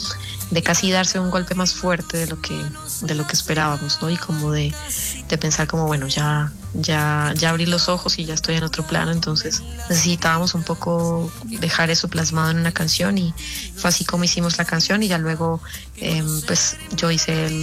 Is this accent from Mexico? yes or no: no; Santander, Colombia; Bueno, yo soy una artista santandereana, ya con más de 20 años de carrera.